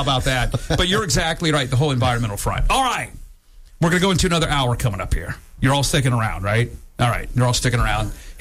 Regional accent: Scotland, United Kingdom; I golf at certain times of the season when it's cheap because I'm a Scotsman.

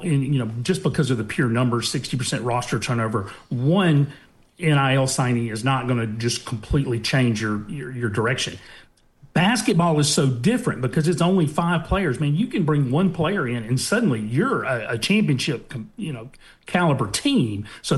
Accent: Foley, Alabama, United States; I'm from Foley. My mom was born in Hackleburg.

